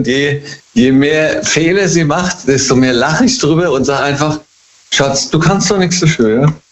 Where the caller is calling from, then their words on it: Hesse, Germany; Aus dem Rheingau immer noch.